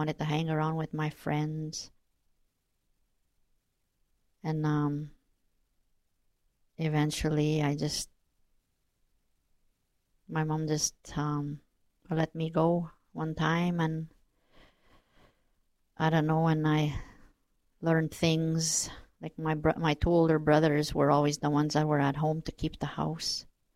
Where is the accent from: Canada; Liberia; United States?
Canada; Birch River, Manitoba; born there; also born or lived in Sapotaweyak Cree Nation; now in Swan River, Canada; I'm from Sapatoya Cree Nation, and I live here in Swan River, Manitoba. I was born in Birch River. There were 17 of us in the family